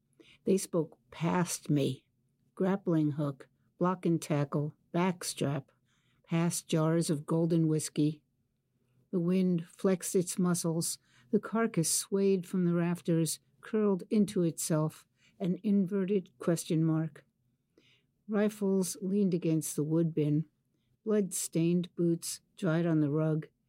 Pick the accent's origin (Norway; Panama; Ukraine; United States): United States; New York City, New York; Yes, I was raised in Queens, New York.